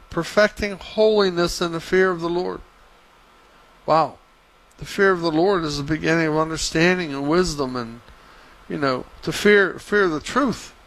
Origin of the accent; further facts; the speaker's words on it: Weirton, West Virginia, United States; I'm from Weirton, West Virginia.